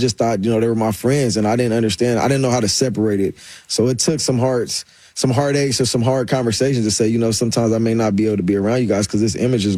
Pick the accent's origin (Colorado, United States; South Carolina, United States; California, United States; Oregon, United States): California, United States; Los Angeles; born or raised there